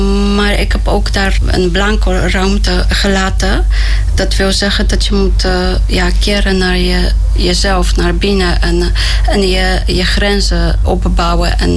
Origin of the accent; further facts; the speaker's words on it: Poland; Dutch is a second language; now in Netherlands; Ik kom uit Polen oorspronkelijk